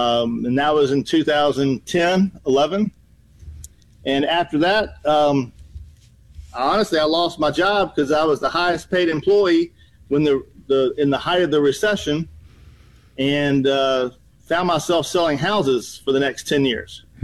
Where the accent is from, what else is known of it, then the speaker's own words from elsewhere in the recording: Hernando, Mississippi, United States; I'm from Hernando.